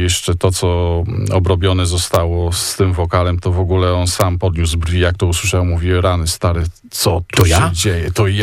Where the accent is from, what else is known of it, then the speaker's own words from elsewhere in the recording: Kwidzyn, Pomeranian Voivodeship, Poland; Zresztą obaj pochodzimy z tego samego miasta, czyli Kwizyn. Wychowaliśmy